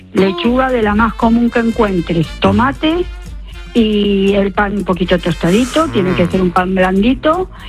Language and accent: Spanish; Argentina; mi bocata, como una argentina que soy, es el choripán.